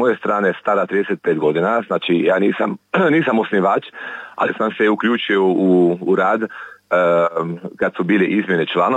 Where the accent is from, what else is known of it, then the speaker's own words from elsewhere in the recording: Szentpéterfa, Vas, Hungary; kod nas u Petrovom selu